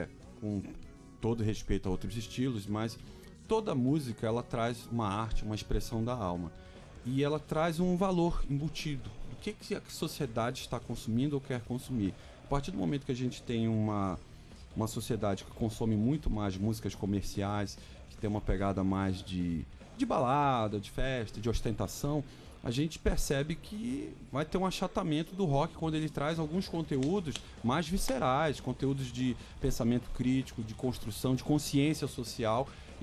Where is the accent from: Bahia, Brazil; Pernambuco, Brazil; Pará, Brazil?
Pará, Brazil; Belém; eu sou de Belém do Pará.